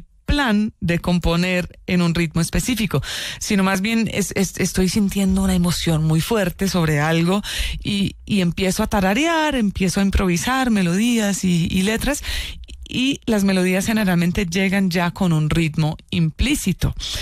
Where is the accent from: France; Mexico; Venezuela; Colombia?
Colombia; Tolima; aunque yo no crecí en zona de vallenato, pues crecí en el Tolima